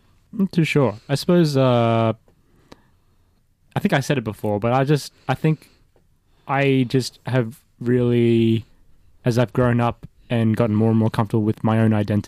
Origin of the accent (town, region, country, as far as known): Australia; born there